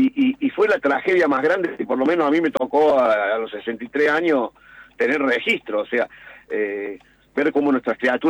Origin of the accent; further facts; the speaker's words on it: Argentina; lo jodido que somos los argentinos.